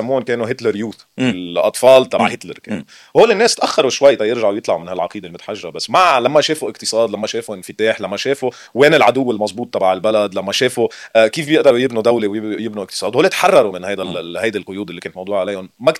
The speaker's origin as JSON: {"language": "Arabic", "country": "Lebanon", "said": "اذا ما سكروا لنا حساباتنا كلبنانيه برات لبنان."}